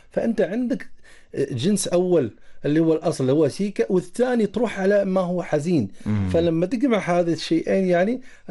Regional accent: Morocco

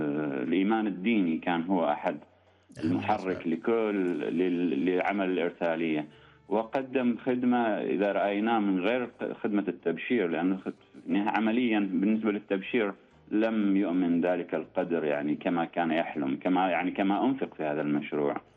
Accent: Oman; صدى هذه الخدمة وهذا المستشفى وخدماته في الذاكرة الراهنة والمعاصرة لنا كعمانيين وحتى للخليجيين

